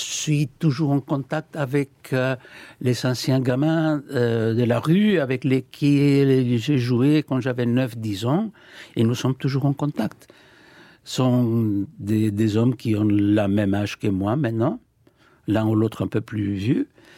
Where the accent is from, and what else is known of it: Peru; now in Luxembourg